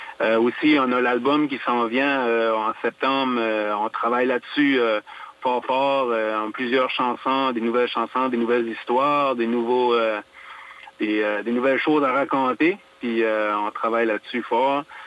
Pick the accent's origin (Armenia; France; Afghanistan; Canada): Canada; Acadia; on est acadien, mais on a beaucoup d'influence anglaise aussi.